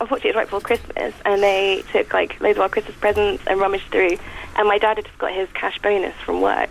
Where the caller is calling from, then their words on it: Whitehill, South East England, United Kingdom; I'm from Whitehill in Hampshire.